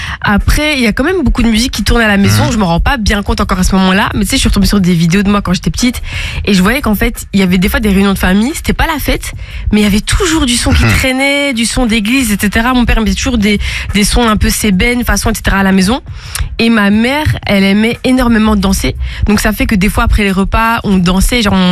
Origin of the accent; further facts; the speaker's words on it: Molenbeek, Brussels, Belgium; Je suis née à Molenbeek, j'ai grandi là jusqu'à mes 12 ans. Après, je suis partie dans une petite ville à côté de Bruxelles et puis je suis revenue à Bruxelles à mes 18 ans. Donc, quand même bien bruxelloise dans l'âme.